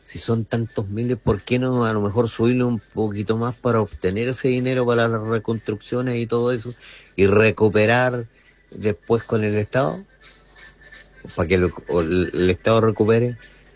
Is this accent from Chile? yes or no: yes; Lago Ranco, Los Ríos, Chile; el orgullo de nosotros, los ranquinos